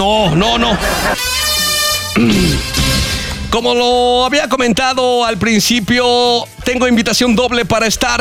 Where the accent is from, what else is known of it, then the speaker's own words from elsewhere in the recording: Ecatepec, State of Mexico, Mexico; No, no, no. Yo soy de Ecatepec. No, bueno, más bien. Ecatepec es mío.